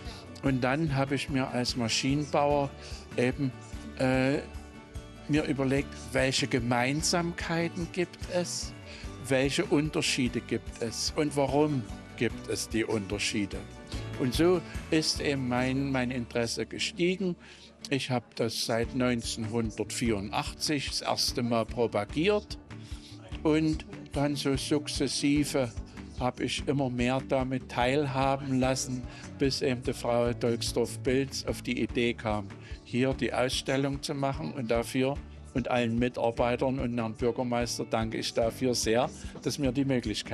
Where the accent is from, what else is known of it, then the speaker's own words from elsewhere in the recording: Seiffen, Saxony, Germany; now in Dresden, Germany; Ja, also ich stamme aus Seifen. Mein Vater war der letzte Spielwarenverleger in Seifen.